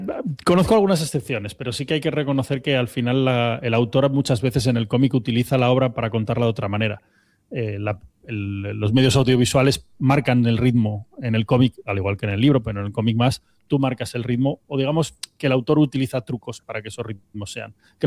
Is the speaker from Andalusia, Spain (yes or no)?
no; Asturias, Spain; Todos nos debería sonar como poco, como asturianos